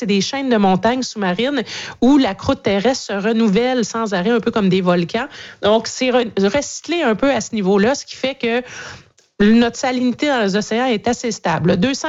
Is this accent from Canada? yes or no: yes; Canada; Chez nous, au Canada, un pays qui détient le quart des réserves d'eau douce de la planète